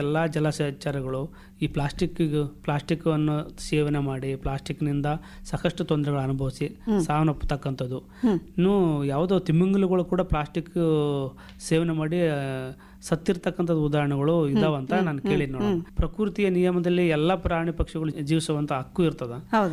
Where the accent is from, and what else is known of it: Raichur, Karnataka, India